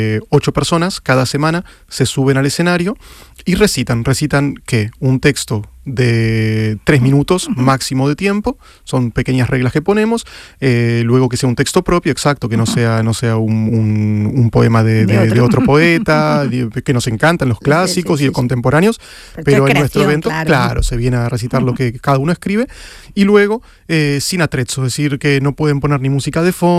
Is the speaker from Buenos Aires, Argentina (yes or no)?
yes; Buenos Aires, Argentina; moved away as an adult; now in Seville, Spain; como en mi caso, que soy de Argentina, de Buenos Aires.